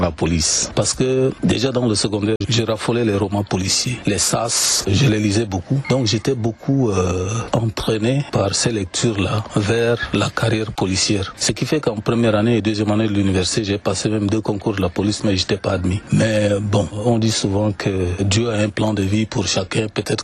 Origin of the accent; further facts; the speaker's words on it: Doba, Logone Oriental, Chad; born there; moved away as an adult; also born or lived in Laï / Sarh / N'Djamena; J'ai commencé mes études primaires à l'école privée évangélique à Douba, puisque je suis né de parents chrétiens.